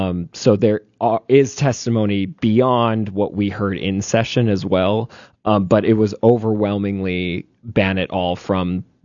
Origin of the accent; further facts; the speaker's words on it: Hatton, United States; I'm from Hatton, right? I'm from a small town, right?